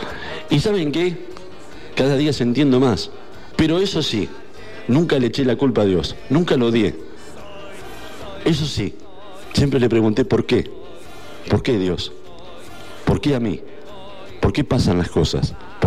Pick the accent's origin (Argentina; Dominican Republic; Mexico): Argentina; Y que le demostramos que las Malvinas siguen siendo argentinas. Que soy muy orgulloso de ser argentino.